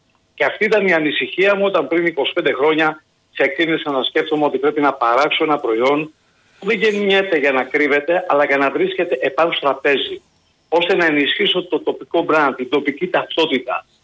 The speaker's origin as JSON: {"language": "Greek", "area": "Corfu", "region": "Ionian Islands", "country": "Greece"}